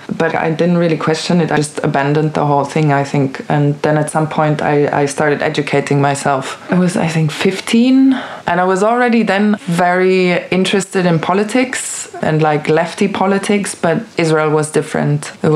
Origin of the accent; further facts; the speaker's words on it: Germany; Growing up in Germany is a little bit weird. I'd say, like, I grew up relatively Jewish.